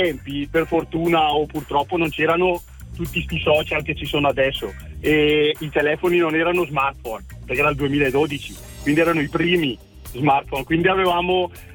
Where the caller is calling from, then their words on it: Bergamo, Lombardy, Italy; Siamo da Bergamo